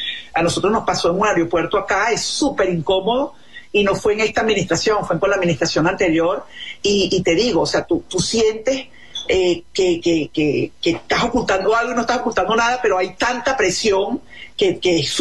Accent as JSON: {"language": "Spanish", "country": "Venezuela", "moved": "as an adult", "lives_now": "United States", "said": "hablo mucho de la experiencia como venezolana, ¿no? Más allá de la migrante que está en los Estados Unidos, es como venezolana"}